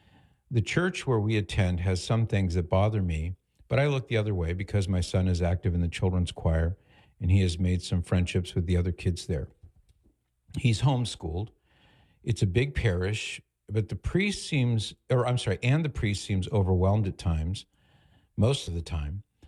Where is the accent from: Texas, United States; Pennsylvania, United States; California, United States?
California, United States; San Juan Capistrano; Mission San Juan Capistrano in Southern California, which is where I was born and where I grew up in Orange County.